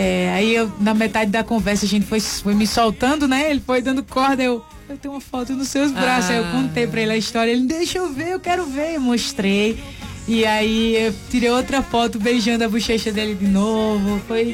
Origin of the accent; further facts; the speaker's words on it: Northeast Region, Brazil; Eu sou nordestina com muito orgulho, apaixonada pela música sertaneja.